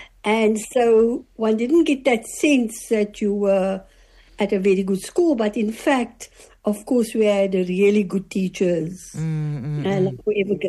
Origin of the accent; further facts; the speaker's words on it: Cape Town, Western Cape, South Africa; also born or lived in Claremont; so we moved to Wynberg, where we did own the home. And so for most of my life, I was Wynberg-based. Mm-hmm. And I am currently still in Wynberg, oh, the same property my father bought 65 years ago.